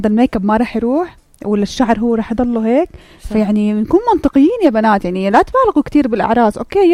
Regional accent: Jordan; في واحد بمكياج مشهور عندنا في الاردن ما عنده حجوزات

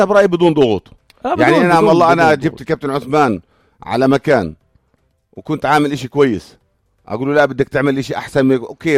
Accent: Jordan; إحنا ككرة أردنية

